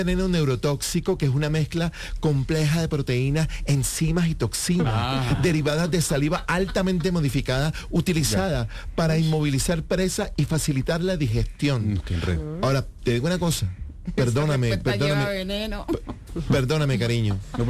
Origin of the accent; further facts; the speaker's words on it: Barranquilla, Atlántico, Colombia; Y soy un colombiano, y soy barranquillero.